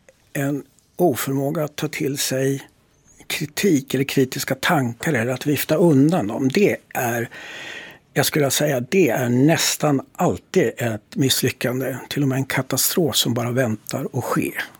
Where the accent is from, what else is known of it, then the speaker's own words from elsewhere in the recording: Norrbotten County, Sweden; Så att det utifrån de människor som där jag kommer ifrån